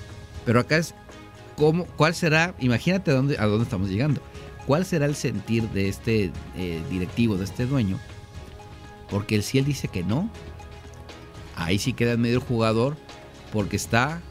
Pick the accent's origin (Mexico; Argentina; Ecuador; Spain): Mexico; como somos los mexicanos, nos gusta ir al estadio, apoyar, gritar, hacer el ambiente